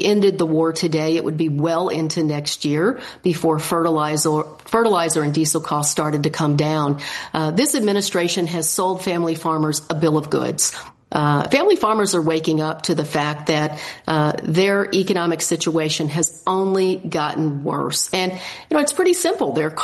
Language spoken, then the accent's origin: English; Minnesota, United States; I'm from Minnesota.